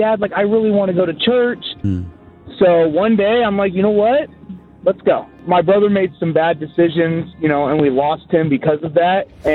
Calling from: Marysville, California, United States; I'm from Marysville, California.

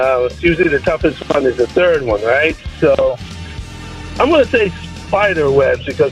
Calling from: Atlanta, Georgia, United States; in Atlanta.

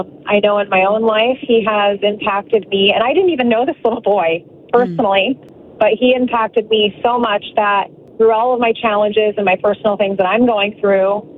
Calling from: Florida, United States; So I'm calling from Southwest Florida

